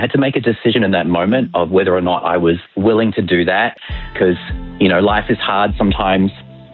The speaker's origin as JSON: {"language": "English", "country": "Australia", "accent": "Aussie-Kiwi mix", "moved": "yes", "lives_now": "New Zealand", "said": "Well, I have an Aussie-Kiwi mix accent. I'm actually Australian. I've lived in New Zealand for nearly 20 years."}